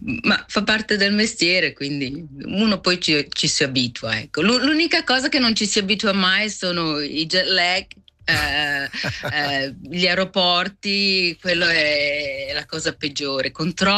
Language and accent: Italian; Switzerland; Svizzera.